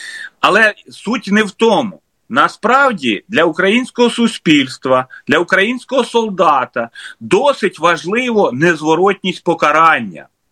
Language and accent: Ukrainian; Dnipropetrovsk Oblast, Ukraine; моєї рідної області, Дніпровської